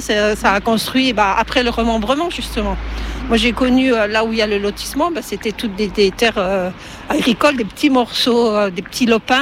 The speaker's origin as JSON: {"language": "French", "town": "Ménil", "country": "France", "tie": "born or raised there"}